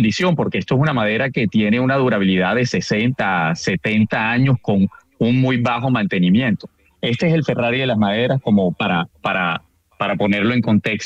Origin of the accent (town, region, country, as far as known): Barranquilla, Atlántico, Colombia